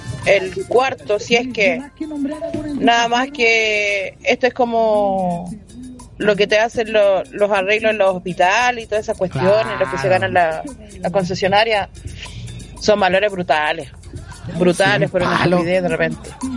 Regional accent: Chile; así somos los chilenos

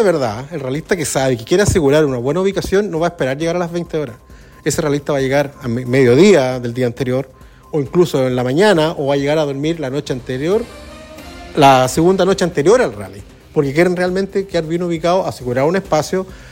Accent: Chile; a todos los que somos chilenos

